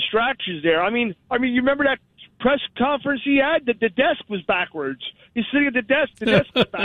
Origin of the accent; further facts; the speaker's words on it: Pennsylvania, United States; Well, I'm in Riverdale. I don't live in Riverdale. I'm from Pennsylvania, and our power went out Friday, Saturday, and sporadically on Sunday.